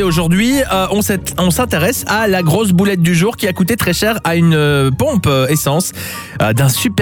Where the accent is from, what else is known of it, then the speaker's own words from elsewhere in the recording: Belgium; chez nous, en Belgique